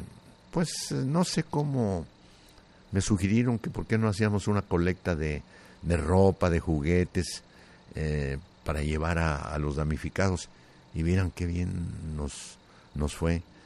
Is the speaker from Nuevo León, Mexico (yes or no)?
no; Tlaltenango, Zacatecas, Mexico; born or raised there; moved away